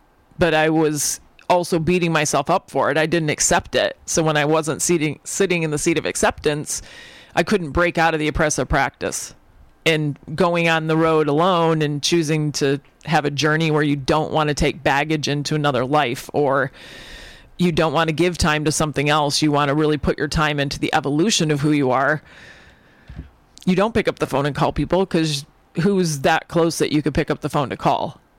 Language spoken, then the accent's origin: English; Michigan, United States; but I grew up in Michigan, and after being in Miami and New Zealand, it was like, do I really want to go bac